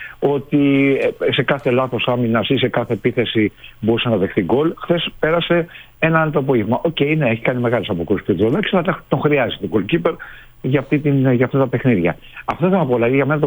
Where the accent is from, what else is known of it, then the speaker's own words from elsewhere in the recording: Greece; Επειδή είμαστε Έλληνες, μας αρέσει να βλέπουμε και την εθνική μας ομάδα.